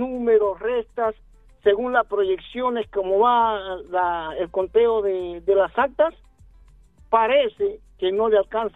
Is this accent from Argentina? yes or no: no; Peru; moved away; yo hace 39 años que yo salí del Perú, ¿verdad? Hace 39 años que salí del Perú. En esta etapa de mi vida, mis aspiraciones son otras, mis opciones son otras.